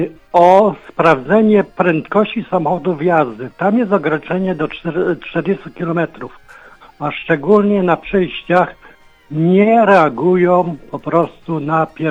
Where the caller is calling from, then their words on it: Głogów, Lower Silesian Voivodeship, Poland; Dzwonię z Głogowa, z ulicy Keplera.